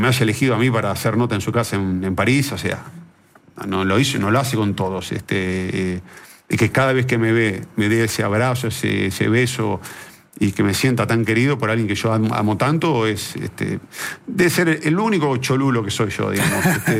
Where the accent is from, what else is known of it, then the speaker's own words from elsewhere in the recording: Argentina; Yo soy argentino.